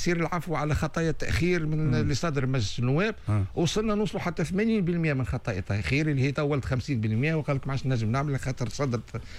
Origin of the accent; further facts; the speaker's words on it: Tunisia; عندنا في تونس